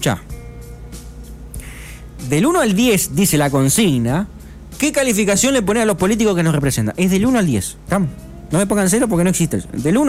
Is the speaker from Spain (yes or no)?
no; Argentina; yo soy argentino, ya lo saben.